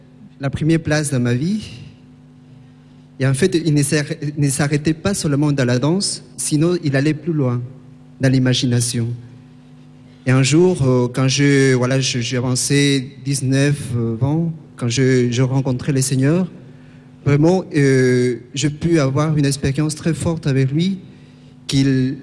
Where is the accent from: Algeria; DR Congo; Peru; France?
Peru; moved away; je viens du Pérou, j'ai 30 ans.